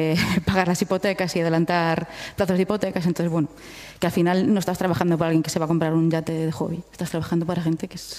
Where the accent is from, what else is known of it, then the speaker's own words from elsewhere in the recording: Vilagarcía de Arousa, Galicia, Spain; Tenemos el referente de donde yo soy, de Villa García de Arousa